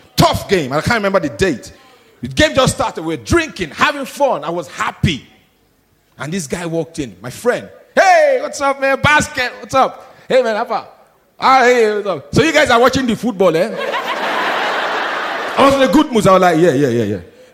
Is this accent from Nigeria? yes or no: yes; Nigeria; I'm Nigerian.